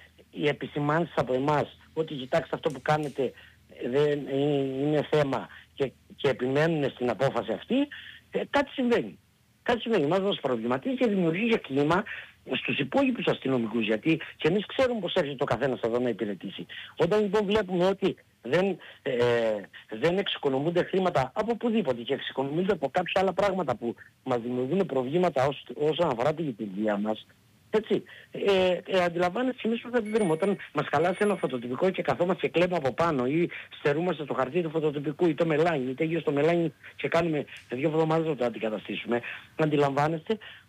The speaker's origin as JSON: {"language": "Greek", "region": "Crete", "country": "Greece", "moved": "yes", "said": "Εδώ είμαι κριτικός και εκεί Ροδίτης."}